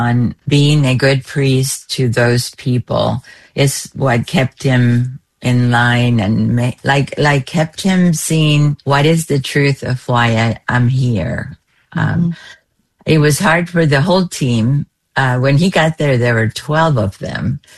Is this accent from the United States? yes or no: no; Cuba; first language Spanish; English is a second language; moved away; I'm Cuban and I've traveled throughout Latin America. Spanish is my first language.